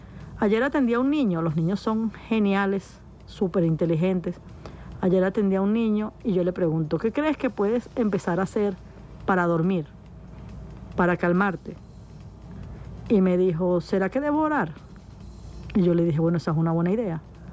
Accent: Venezuela; somos hermanos, somos venezolanos.

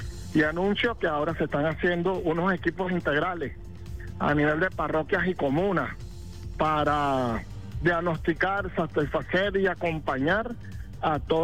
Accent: Caracas, Capital District, Venezuela; Nosotros, como pueblo venezolano, en este caso caraqueños y caraqueñas, estamos conscientes

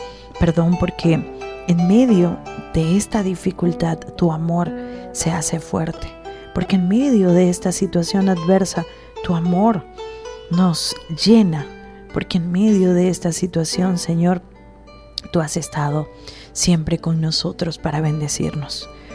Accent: Venezuela

